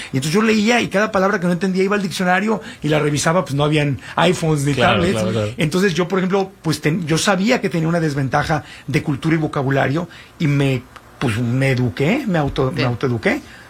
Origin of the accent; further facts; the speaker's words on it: Tijuana, Baja California, Mexico; Porque yo me acuerdo, yo nací, crecí en Tijuana, le mando un abrazo con mucho cariño a la gente de Tijuana.